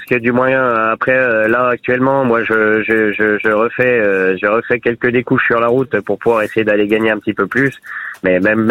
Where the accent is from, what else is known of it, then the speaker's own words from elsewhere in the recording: Bourgogne-Franche-Comté, France; moved away; Je suis originaire de Saône-et-Loire, mais je suis pas en Saône-et-Loire actuellement.